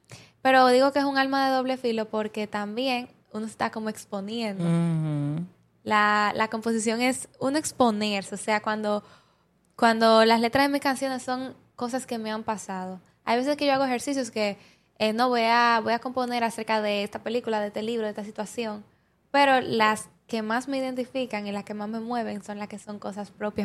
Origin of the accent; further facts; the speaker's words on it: Dominican Republic; lo que somos nosotros como dominicanos